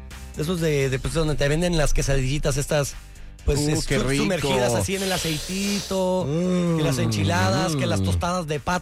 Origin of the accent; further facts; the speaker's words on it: Mexico; nuestro país.